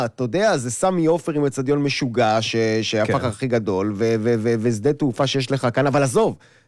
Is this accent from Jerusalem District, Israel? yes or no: no; Nahariya, Northern District, Israel; זה היה חלומי כילד בנהריה.